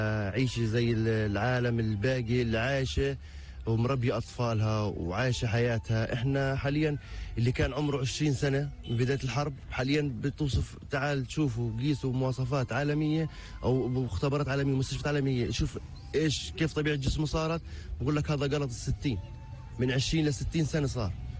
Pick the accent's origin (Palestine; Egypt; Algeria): Palestine; Gaza Strip; ولا حتى الآن ما في علاج عندنا في غزة